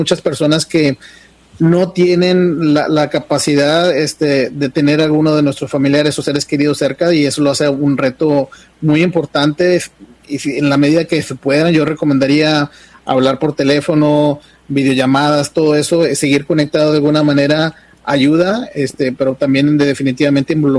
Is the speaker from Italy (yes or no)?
no; San Nicolás de los Garza, Nuevo León, Mexico; moved away; desde que dejé mi terruño en mi Monterrey querido, San Nicolás de los Garza, para ser preciso.